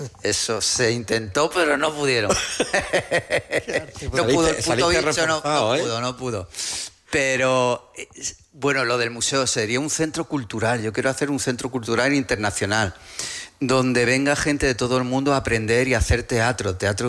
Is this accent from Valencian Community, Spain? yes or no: no; Andalusia, Spain; Nos quitaron de ser andaluces y nos convirtieron en catalanes. Y decían, no. No somos catalanes.